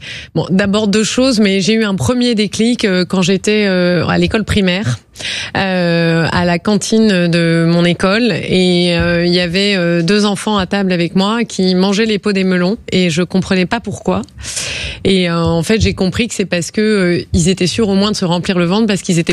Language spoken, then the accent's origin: French; Provence-Alpes-Côte d'Azur, France; also born or lived in United States; là où j'ai grandi, en France, en réalité, dans une zone rurale, le Vaucluse.